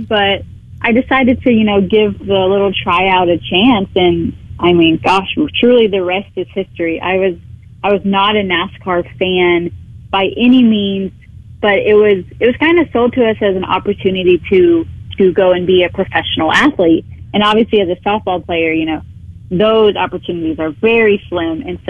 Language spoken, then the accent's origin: English; Amarillo, Texas, United States; Yeah, so I grew up in Amarillo, Texas, and played softball all throughout high school and junior college